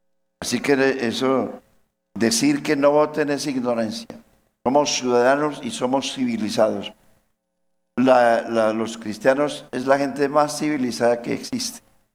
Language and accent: Spanish; Colombia